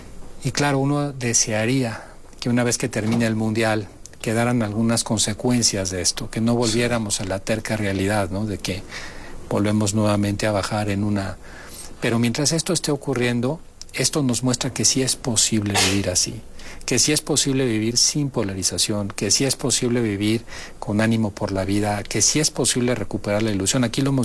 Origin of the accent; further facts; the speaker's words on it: Mexico; Yo no soy uno más. Yo soy mexicano. Estoy orgullosa de ser mexicano